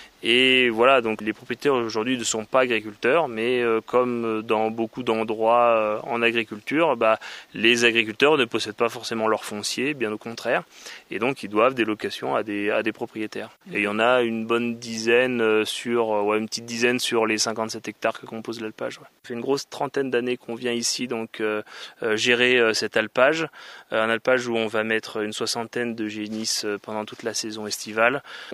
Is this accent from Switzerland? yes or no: no; Gruffy, Auvergne-Rhône-Alpes, France; J'ai 32 ans, j'habite à Gruffy. J'ai un peu toujours vécu à Gruffy.